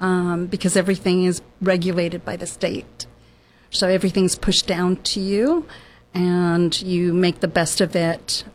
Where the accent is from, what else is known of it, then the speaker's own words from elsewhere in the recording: Vietnam; now in United States; I immigrated here as a refugee from Vietnam in 1975. My father was in the military, a naval officer.